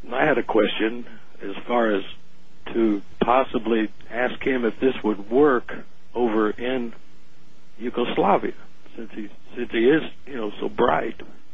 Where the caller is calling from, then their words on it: Indiana, United States; In Indiana.